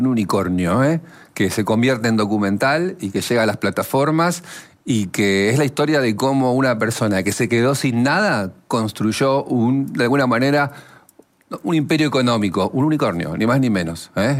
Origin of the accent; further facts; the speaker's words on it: Burzaco, Buenos Aires Province, Argentina; pero si somos de Bursaco, somos primos, porque ahí nos conocemos todos.